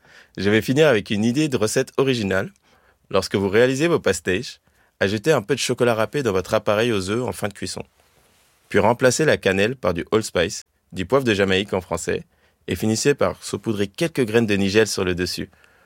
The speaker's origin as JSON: {"language": "French", "region": "Île-de-France", "country": "France", "tie": "born or raised there", "said": "J'ai grandi en Seine-et-Marne, entouré d'une énorme communauté portugaise"}